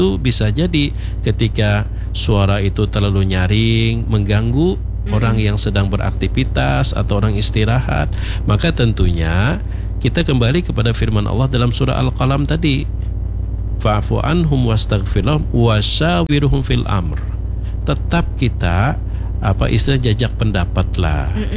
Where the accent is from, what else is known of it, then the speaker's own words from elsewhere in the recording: South Kalimantan, Indonesia; Sabar itu dalam pepatah kita orang Banjar adalah wajah sampai ke puting, itu sabar.